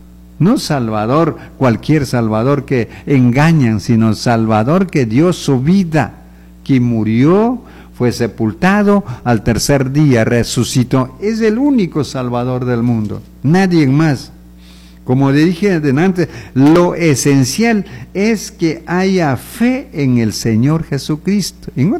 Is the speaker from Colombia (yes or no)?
no; Ecuador; nosotros aquí en el Ecuador hay tantas etnias, tantas razas, podemos decir, mestiza, indígena.